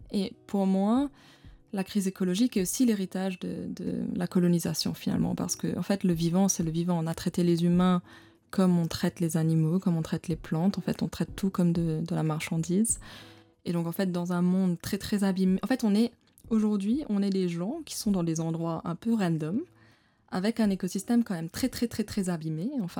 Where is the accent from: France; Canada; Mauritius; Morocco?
Mauritius; et moi je me retrouve dedans avec des origines, très diverses, comme tous les Mauriciens. Enfin, mon père est d'origine asiatique, enfin, j'ai une grand-mère d'origine indonésienne, ma mère est allemande, je suis à Maurice